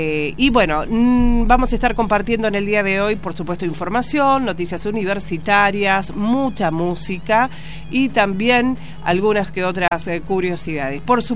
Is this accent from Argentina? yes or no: yes; Argentina; comentarios respecto a si los argentinos somos o no racistas.